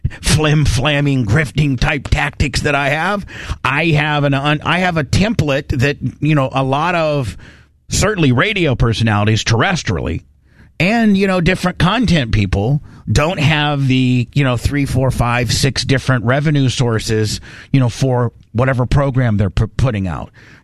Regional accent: Indiana, United States; There's a lot of famous people from Indiana, but probably one of the most famous people ever from where I grew up is Larr

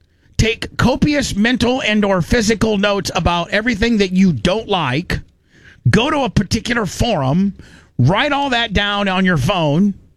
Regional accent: Indiana, United States; My idea of a great vacation is going to Indiana. And going back to my hometown and seeing my friends and seeing Larry and spending time with Larry.

